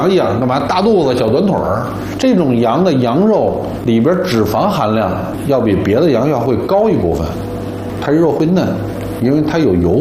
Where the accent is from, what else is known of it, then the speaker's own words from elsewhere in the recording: Beijing, China; 咱们要拿出咱们老北京的热情劲儿